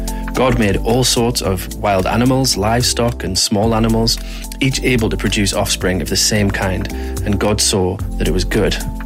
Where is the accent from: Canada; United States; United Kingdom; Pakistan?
United Kingdom; North East England; Born and bred in the Northeast